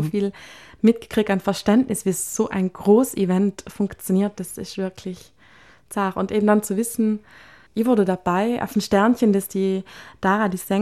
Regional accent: South Tyrol, Italy; wie das als Südtirolerin dann so ist.

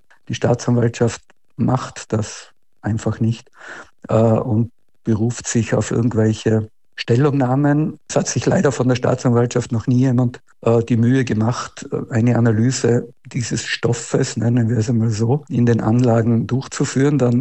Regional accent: Austria; ich bin ja Österreicher

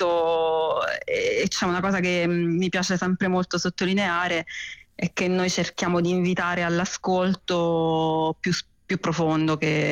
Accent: L'Aquila, Abruzzo, Italy; perché come sai io sono aquilana

